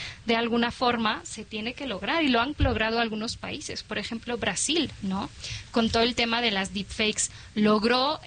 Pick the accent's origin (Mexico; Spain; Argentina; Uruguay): Mexico; Todos somos de México